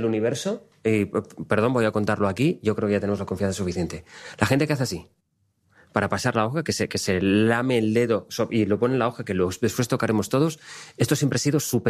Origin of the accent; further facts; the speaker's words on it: Valencia, Valencian Community, Spain; Soy de Valencia.